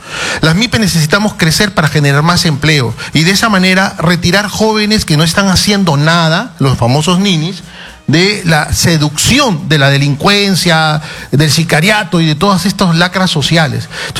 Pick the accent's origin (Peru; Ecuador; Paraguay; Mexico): Peru; De verdad, eso a mí me preocupa como peruano. No podemos seguir en esta inestabilidad política, ¿cierto?